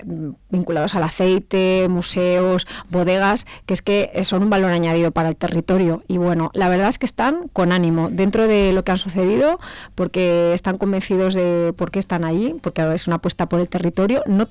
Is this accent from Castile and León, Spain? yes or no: yes; Toro, Castile and León, Spain; Yo soy de Toro, me encanta el vino de Toro.